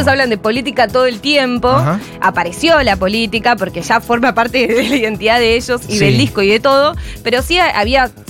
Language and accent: Spanish; Argentina; yo soy de Argentina